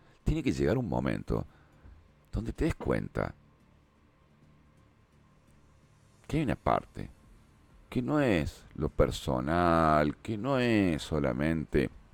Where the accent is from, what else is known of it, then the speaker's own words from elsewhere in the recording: Argentina; las que atravesamos todos los argentinos